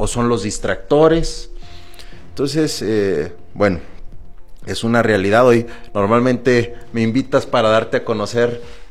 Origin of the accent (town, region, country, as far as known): Mexico